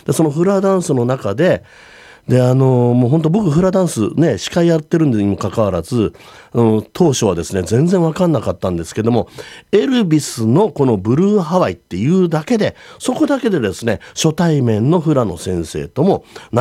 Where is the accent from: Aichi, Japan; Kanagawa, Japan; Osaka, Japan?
Kanagawa, Japan; Yokohama; 僕は地元横浜なんですけれども、